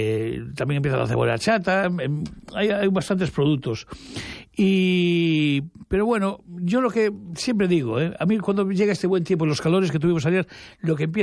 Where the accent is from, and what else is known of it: Guitiriz, Galicia, Spain; born there